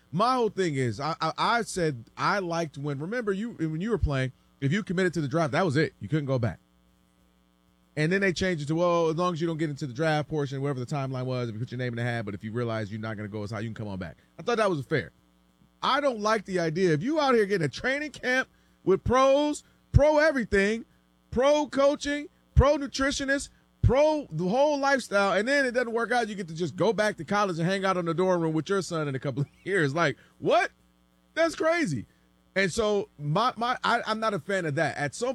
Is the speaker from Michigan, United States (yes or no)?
yes; Ann Arbor, Michigan, United States; I'm born and raised in Ann Arbor.